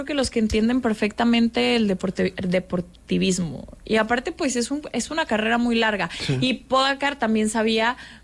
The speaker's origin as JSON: {"language": "Spanish", "country": "Mexico", "said": "como mexicanos que venimos saliendo del mundial y nos sentimos muy cerca de nuestros compatriotas"}